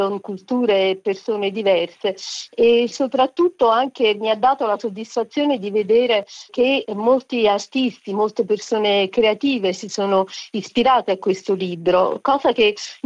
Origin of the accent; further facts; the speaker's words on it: Naples, Campania, Italy; la mia città natale Napoli.